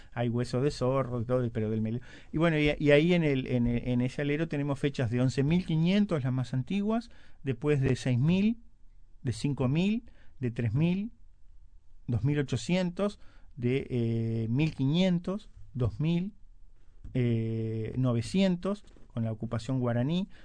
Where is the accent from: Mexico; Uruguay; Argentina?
Uruguay; Rivera; moved away; Yo soy de Rivera, vine a estudiar escribanía